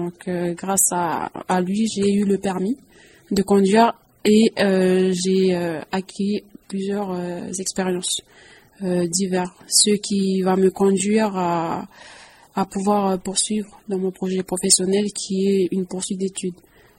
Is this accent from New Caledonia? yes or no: yes; Poindimié, North Province, New Caledonia; je suis originaire de Pointe-d'Imier.